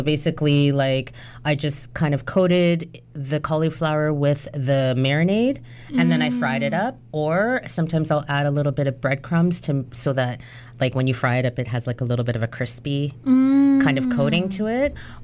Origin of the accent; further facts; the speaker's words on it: Toronto, Ontario, Canada; I was born in Canada, I was born in Toronto, you know, my parents are Jamaican immigrants, but I was raised in this country, so I was raised with other nationalities and stuff like that.